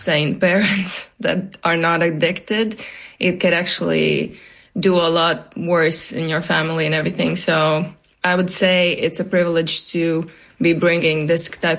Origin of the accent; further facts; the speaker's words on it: Latvia; I am from Latvia